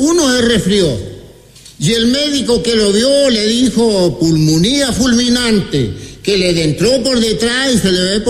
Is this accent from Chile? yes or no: yes; Chile; Chileno también, pues.